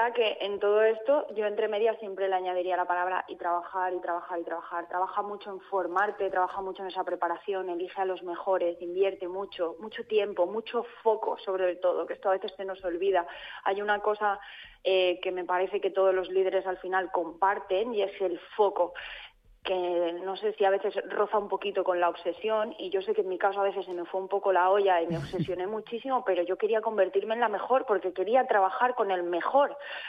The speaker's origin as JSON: {"language": "Spanish", "town": "Pedralba", "region": "Valencian Community", "country": "Spain", "moved": "yes", "said": "el domingo 10 llegué a Pedralba, que como te digo es mi pueblo"}